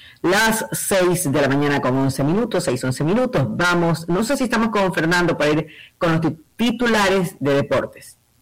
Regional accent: Ecuador; nosotros como ecuatorianos vivimos este feriado

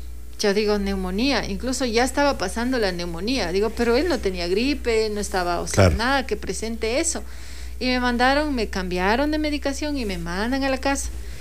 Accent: Pelileo, Tungurahua, Ecuador; al municipio de Pelileo también que me ayudó, a mi tierra también

